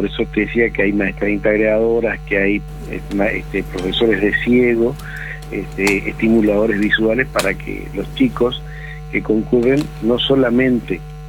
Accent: Mburucuyá, Corrientes, Argentina; de mi pueblo, en Brucuyá

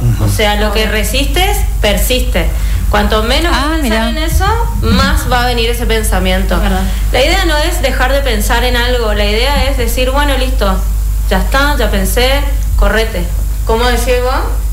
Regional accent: Argentina; nacimos y crecimos acá en Argentina, en Occidente

